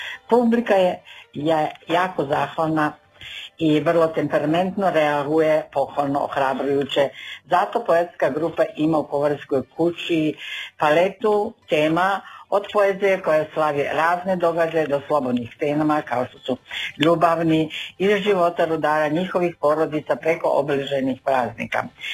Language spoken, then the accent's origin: Croatian; Slovenia; Croatian is a second language; Dobar dan … dolazim iz Slovenije.